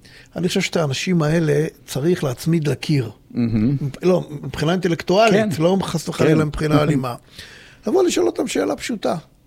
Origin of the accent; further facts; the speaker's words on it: Tel Aviv, Tel Aviv District, Israel; אני גדלתי בדרום תל אביב, והיום אני גם גר בדרום תל אביב